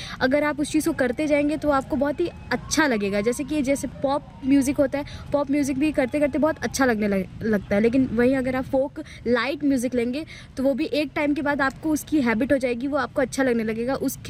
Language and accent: Hindi; Uttar Pradesh, India; मैं यूपी से हूँ